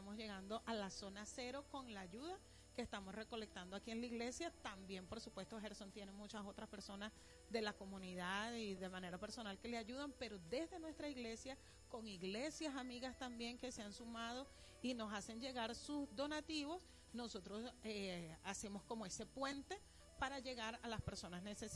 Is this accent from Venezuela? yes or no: yes; Venezuela; como venezolanos que somos